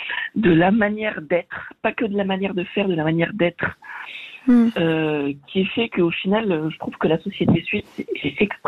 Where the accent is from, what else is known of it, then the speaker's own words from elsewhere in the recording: South-West France, France; je viens du sud-ouest de la France, on a quand même une langue dans le sud-ouest de la France qui s'appelle l'occitan.